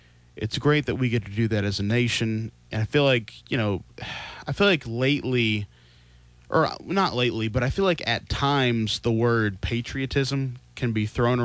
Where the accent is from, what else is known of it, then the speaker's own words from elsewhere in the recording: Mount Airy, North Carolina, United States; I come from Mount Airy, North Carolina. I come from Mayberry.